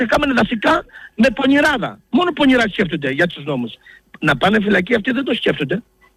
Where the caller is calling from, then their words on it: Crete, Greece; όλη η περιουσία μας στην Κρήτη είναι η ιδιοκτησία μας